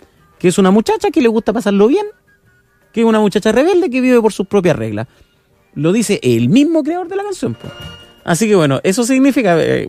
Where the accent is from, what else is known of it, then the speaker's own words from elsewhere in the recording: Chile; Oye, dice por acá, yo como chilena mal pensada digo